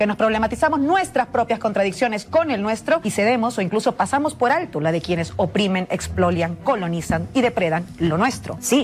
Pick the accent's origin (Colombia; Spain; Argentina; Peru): Peru; Primero, porque como peruana tenía muchas ganas de recordarle al mundo entero